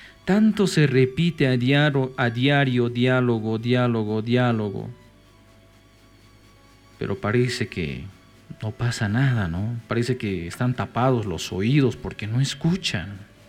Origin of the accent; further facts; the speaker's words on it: Bolivia; los únicos perjudicados somos las bolivianas y los bolivianos.